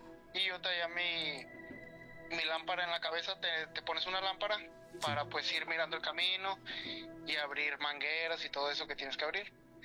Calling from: Sonora, Mexico; De aquí, Sonora.

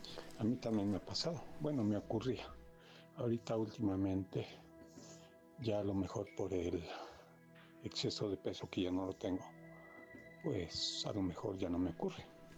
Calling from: Puebla, Mexico; de Puebla.

